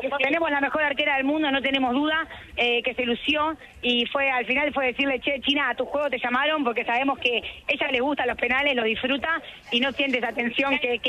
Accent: Argentina; ella es nuestra bandera, como jugadoras de hockey, como argentinas, 8 veces mejor jugadora del mundo

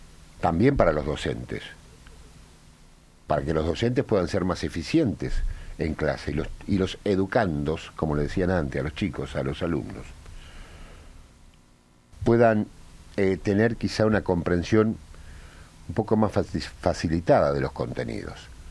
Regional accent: Argentina

